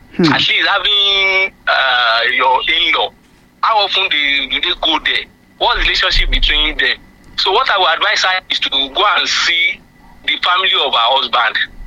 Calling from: Ibadan, Oyo, Nigeria; calling from Ibadan.

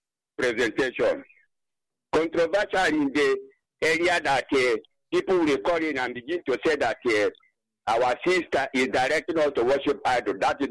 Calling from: Onitsha, Anambra, Nigeria; I'm calling from Isuokoma, in Onitsha local government area of Federal State.

